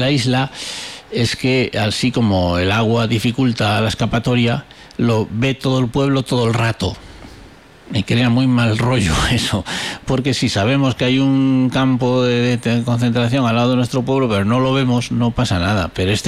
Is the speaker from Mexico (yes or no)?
no; Galicia, Spain; moved away; En mi pueblo, por ejemplo, hubo uno en La Guardia, que es en la desembocadura del Miño